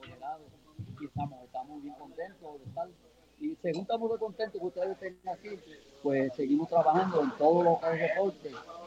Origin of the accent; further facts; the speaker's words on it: Orocovis, Puerto Rico; also born or lived in Barranquitas, Puerto Rico; now in Coamo, Puerto Rico; tú me presentas a mí como cuameño. Yo vivo en Cuamo, llevo sobre 35 años, pero soy natural de Orocovis, de madre y de madre, de Bermejales y de Saltos Cabras. Así que soy de allá